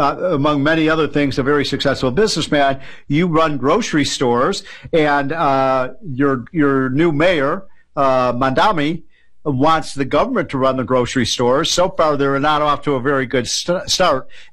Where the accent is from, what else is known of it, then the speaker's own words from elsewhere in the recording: Chicago, Illinois, United States; I'm from Chicago.